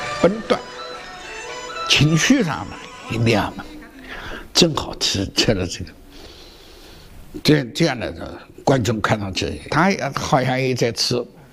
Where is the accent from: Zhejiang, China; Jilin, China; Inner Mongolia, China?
Zhejiang, China; Huzhou; 我们湖州的土话